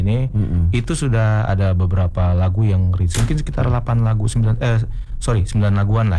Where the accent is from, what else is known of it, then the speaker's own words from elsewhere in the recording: Jakarta, Indonesia; born there; Asli kalau lahir Jakarta.